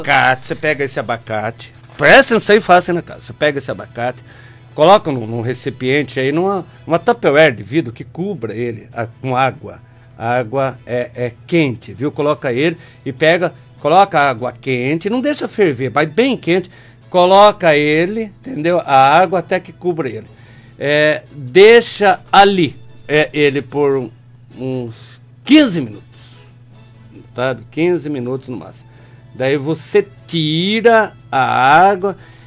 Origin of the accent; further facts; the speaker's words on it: São Paulo, Brazil; eu não torço pro Goiás, eu sou de São Paulo.